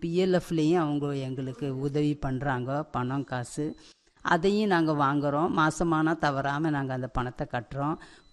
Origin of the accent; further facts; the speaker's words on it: Pollachi, Tamil Nadu, India; நாங்கள் பொள்ளாச்சி தான்.